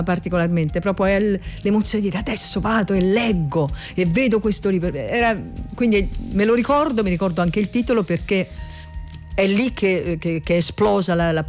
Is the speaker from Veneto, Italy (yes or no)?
no; Rome, Lazio, Italy; born there; Io ho vissuto non a Centocelle, ma ho vissuto negli anni della periferia giovinezza. A San Lorenzo, che all'epoca era un quartiere popolare, adesso non lo è più, ma lo era quando ci vivevo io